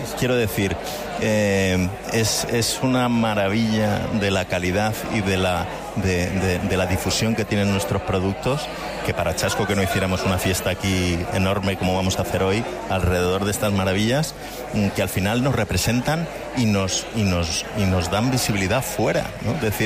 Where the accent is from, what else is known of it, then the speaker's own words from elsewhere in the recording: Castilla-La Mancha, Spain; de nuestra región, pues al final es un orgullo y un lujo cuando te mueves por allí y te reconocen como castellano manchego.